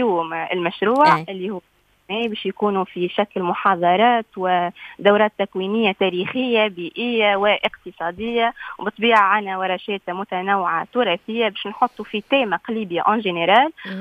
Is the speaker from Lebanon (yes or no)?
no; Kelibia, Nabeul Governorate, Tunisia; هي مسقط رأسي ومدينتي